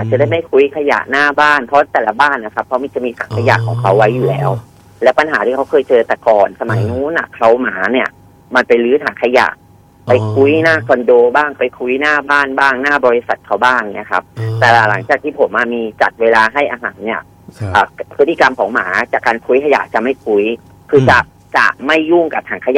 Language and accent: Thai; Pattaya, Chonburi, Thailand; ผมเป็นคนพัทยา